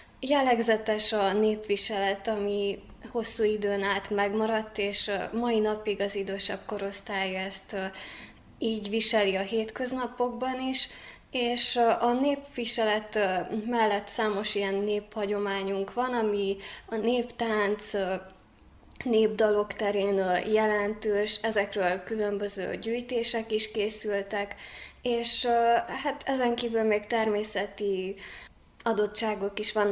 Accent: Sic, Cluj County, Romania; moved away as an adult; now in Cluj-Napoca, Romania; Én Széken nőttem fel, édesapám és édesanyám helyiek, és egy keresztény családba nevelkedtem. Édesapám lelkész a településen

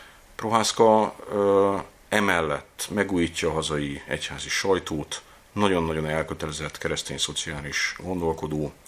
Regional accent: Budapest, Hungary; born there; 1972-ben születtem Budapesten.

